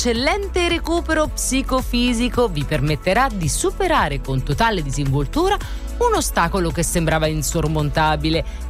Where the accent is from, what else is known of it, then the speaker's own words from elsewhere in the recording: Rome, Lazio, Italy; Sono romana